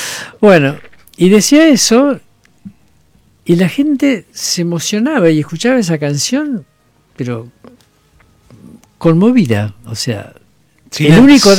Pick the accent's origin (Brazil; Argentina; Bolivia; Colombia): Argentina